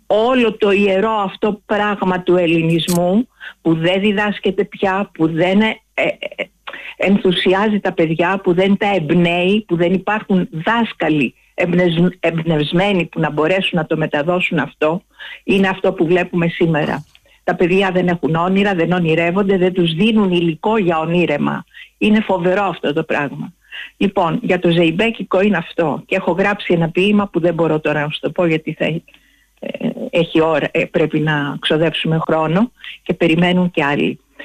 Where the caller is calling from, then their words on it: Heraklion, Crete, Greece; από Ηράκλειο.